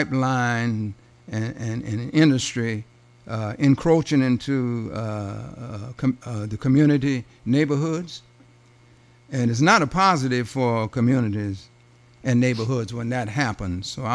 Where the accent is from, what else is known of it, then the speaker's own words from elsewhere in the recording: Port Arthur, Texas, United States; moved away as an adult; as I came back to Port Arthur, which I, after all that experience, I wanted to come back to my hometown and give a little bit back